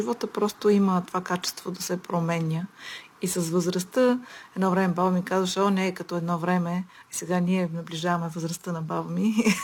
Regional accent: Blagoevgrad, Blagoevgrad Province, Bulgaria; moved away as an adult; now in Dallas, United States; Ами, родена съм си тук, в Благоевград. От Благоевград съм, но вече от 30 години живеем в Тексас.

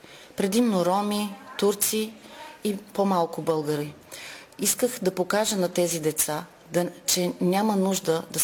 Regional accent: Kardzhali, Kardzhali Province, Bulgaria; Преди всичко аз съм тук като кърджалийка

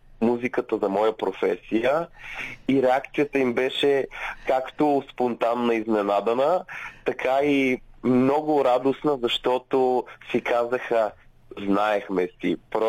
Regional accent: Sofia, Sofia City, Bulgaria; born there; also born or lived in Kardzhali; Аз се чувствам изключително приятно, защото Кърджали е моя град. Въпреки, че съм роден в София, всяко лято прекарвах в Кърджали с баба ми и дядо ми.

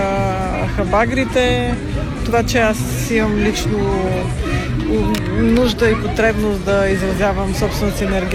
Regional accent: Sofia, Sofia City, Bulgaria; Аз съм от София, нямам баба със стан.

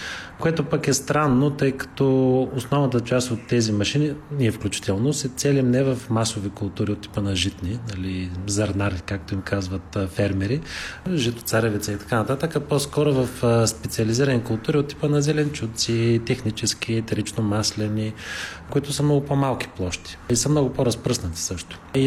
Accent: Gabrovo Province, Bulgaria; Ние сме от Габрово, между другото

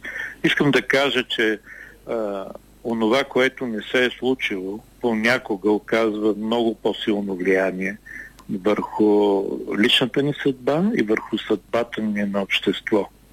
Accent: Yambol, Yambol Province, Bulgaria; аз съм от Ямбол, от тази част на южна част на България.

